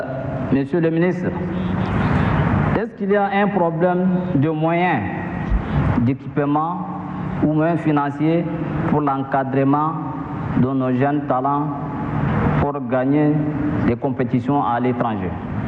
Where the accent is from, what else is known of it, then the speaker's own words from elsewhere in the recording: Chad; Chez nous, au Tchad, monsieur le ministre, est-ce qu'il y a des écoles de football fonctionnelles pour la formation de nos jeunes talents?